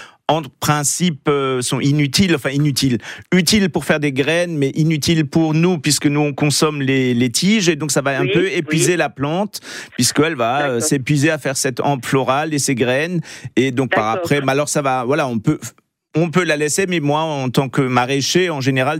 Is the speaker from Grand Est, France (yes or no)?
yes; Grand Est, France; chez nous, en Alsace